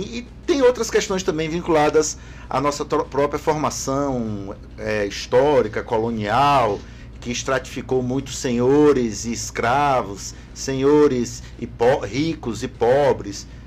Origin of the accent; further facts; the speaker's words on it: Jacareci, Brazil; moved away; also born or lived in Assis; Sou de Jacareci.